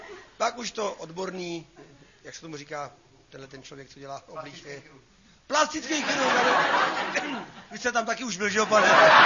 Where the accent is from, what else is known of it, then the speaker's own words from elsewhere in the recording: Lom, Ústí nad Labem Region, Czechia; Já jsem odsaď rodák, já jsem se narodil v Lomu u Mostu.